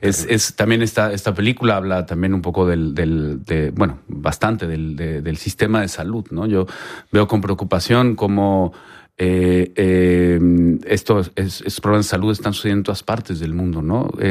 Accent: Mexico; Yo realmente crecí viendo telenovelas en México

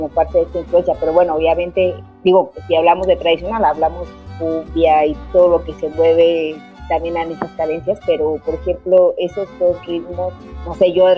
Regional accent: northern Mexico, Mexico; soy norteña

